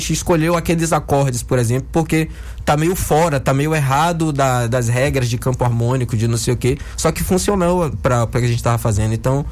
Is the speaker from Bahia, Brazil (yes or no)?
yes; Bahia, Brazil; eu me sinto privilegiado de ser baiano, eu tenho muito orgulho de ser baiano.